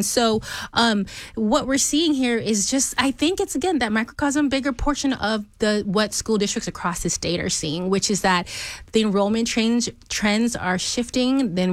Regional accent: Texas, United States; Yeah, so I grew up in Fort Bend County, went to a Fort Bend school district

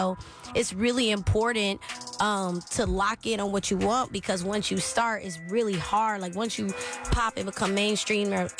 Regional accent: Pearland, Texas, United States; And yeah, I'm from right here in Houston, Texas. I grew up in Pearland. I'm very proud to be from Pearland.

